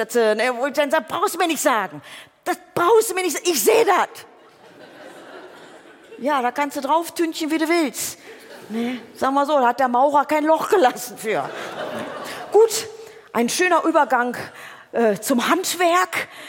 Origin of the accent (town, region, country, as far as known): Oberhausen, North Rhine-Westphalia, Germany